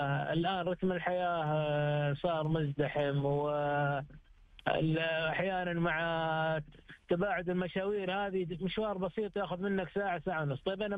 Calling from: Jeddah, Makkah Province, Saudi Arabia

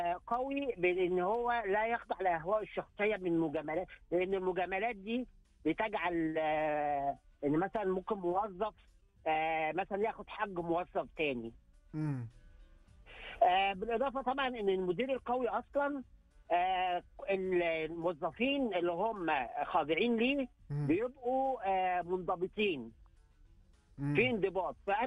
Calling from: Egypt

